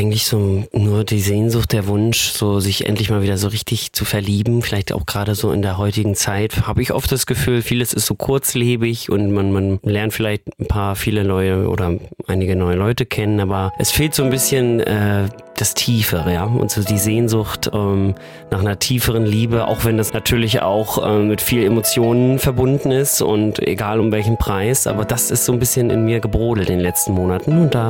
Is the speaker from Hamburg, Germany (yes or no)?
no; Wismar, Mecklenburg-Vorpommern, Germany; in meiner Heimatstadt in Wismar. Das so eine Kleinstadt in MV.